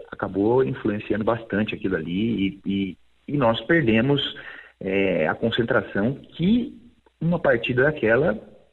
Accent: Brazil; nós, como brasileiros

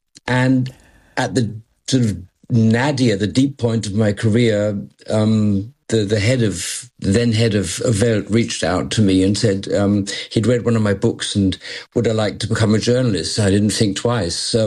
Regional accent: Malaysia; also born or lived in London, United Kingdom / Germany; I was born in London and grew up in the what was then the Federation of Malaya, became Malaysia later. Still, sort of both of them second homes. But my, you know, career-wise, I've always been based in Germany.

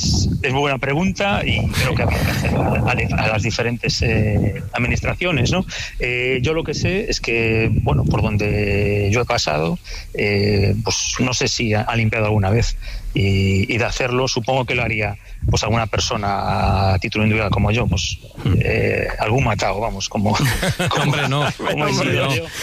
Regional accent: Galicia, Spain; Yo, los cursos fluviales en algunos ríos gallegos, sí. Bueno, en mi pueblo tenemos un par de ríos.

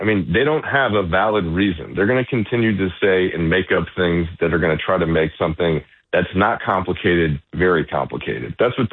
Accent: United States; We need to be singing, you know, our national anthem every single morning like I did when I was growing up in the Pledge of Allegiance.

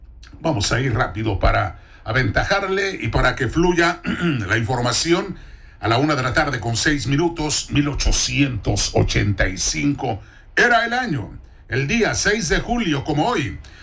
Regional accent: Mexico; donde pues estamos todos los que somos mexicanos

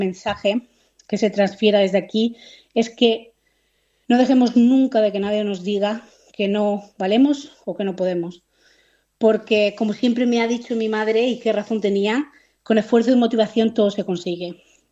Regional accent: Guardamar del Segura, Valencian Community, Spain; moved away; Pues Guardamar es mi pueblo querido y precioso

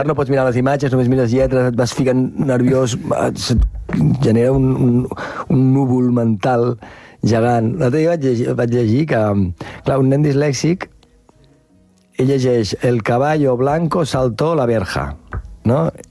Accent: Catalonia, Spain; Jo sóc molt concretament d'un lloc. Si em diuen d'un soc, jo dic que sóc de l'Empordanet i m'hi sento molt. Jo, i sóc molt de poble, jo.

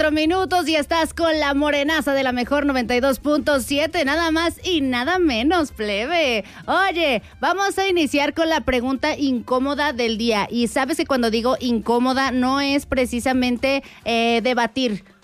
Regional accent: San Juan del Río, Querétaro, Mexico; moved away; yo soy de allá, ya les había dicho en estos días, soy de San Juan del Río, de la mera tierra de las palomas

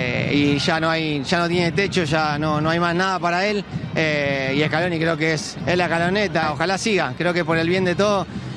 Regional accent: Argentina

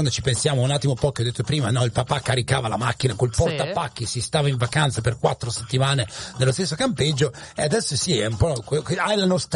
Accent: Emilia-Romagna, Italy; Io sono emiliano.

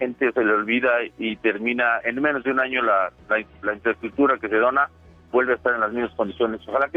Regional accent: Mexico; Por supuesto que le tengo confianza, pues como buen mexicano y como le he visto jugar

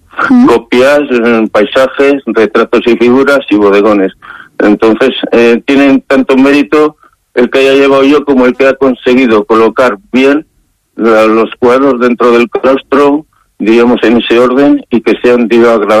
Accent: Castile and León, Spain; Porque es mi pueblo, es lo que digo, es donde nací, y yo soy castellano, soy burgalés y soy de Sésamo, eso es lo que digo siempre, aunque haya estado muy lejos de Sésamo.

